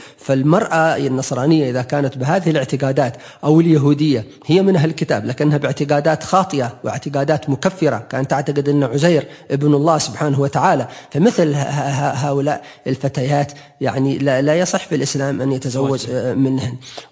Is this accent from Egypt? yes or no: no; Hadhramaut, Yemen; عندنا في حضرموت